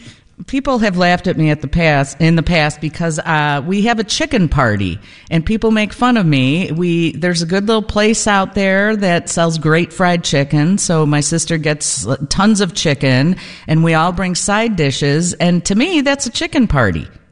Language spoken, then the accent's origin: English; Chicago, Illinois, United States; I'm like, "Remember … from Chicago."